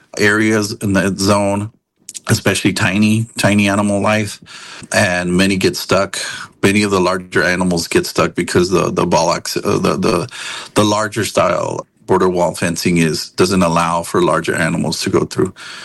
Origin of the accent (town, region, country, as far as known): Texas, United States; also born or lived in New Mexico